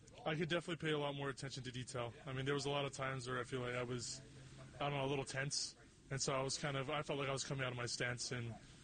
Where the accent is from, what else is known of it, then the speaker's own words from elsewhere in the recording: Utah, United States; moved away; growing up in Utah, we don't have a team, obviously.